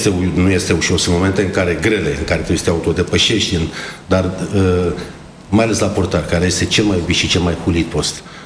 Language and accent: Romanian; Bucharest, Romania; born there; În 1977, noi ne-am mutat din Vatra Luminoasă, tata a luat trei camere, drumul Taberei, foarte aproape lângă Drumețul, pe compozitorilor, foarte aproape de stadionul Ghecea.